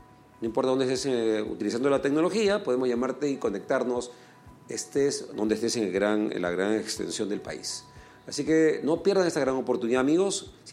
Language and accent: Spanish; Ica, Peru; now in Lima, Peru; somos de origen provinciano, me incluyo, soy de Ica, mi familia viene de Ica